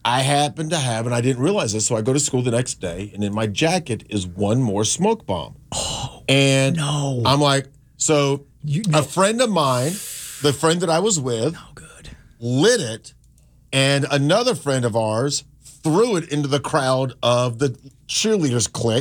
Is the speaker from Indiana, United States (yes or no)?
no; North Carolina, United States; And I grew up near the South Carolina border near Lake Wylie on the North Carolina side of Lake Wylie.